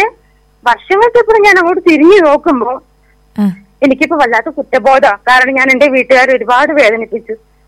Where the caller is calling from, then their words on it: Koduvayur, Kerala, India; ഞാന് കൊടുവായൂര്.